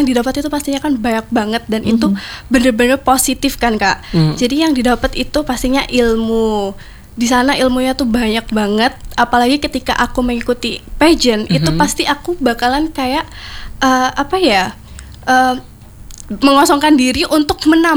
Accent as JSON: {"language": "Indonesian", "town": "Madiun", "region": "East Java", "country": "Indonesia", "said": "lebih ke motif batik pecel sih Kak, karena kan aku juga dari Madiun dan Madiun juga kan terkenal dengan pecelnya ya kan."}